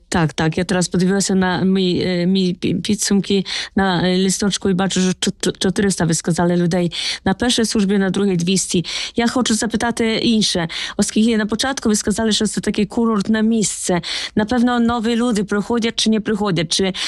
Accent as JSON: {"language": "Ukrainian", "country": "Poland", "said": "Окрім цього, я сама з Польщі родом, так? І у нас в Польщі часто є такі розалі для чоловіків"}